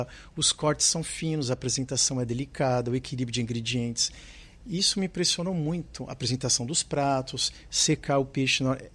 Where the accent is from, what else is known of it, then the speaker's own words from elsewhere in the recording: Santos, São Paulo, Brazil; moved away as an adult; Eu nasci na cidade de Santos e eu morei lá somente até os 21 anos. Eu saí do Brasil com 19, eu fiz um intercâmbio no estrangeiro, na Inglaterra, numa casa de família. E quando eu voltei, eu falei assim, eu não fico aqui. Era em 96, 98. Então, eu nasci em Santos e fiquei pouco